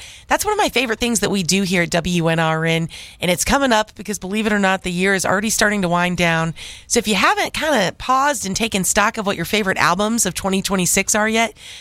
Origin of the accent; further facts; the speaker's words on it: Roanoke, Virginia, United States; Shout out to Monica from my hometown of Roanoke, who says, love listening to you guys.